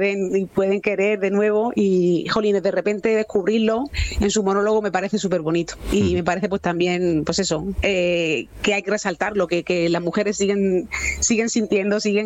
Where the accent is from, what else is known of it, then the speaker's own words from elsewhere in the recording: Cieza, Region of Murcia, Spain; now in Murcia, Spain; quizá también haya un poquito de murciano, porque yo, aunque soy de Cieza, también llevo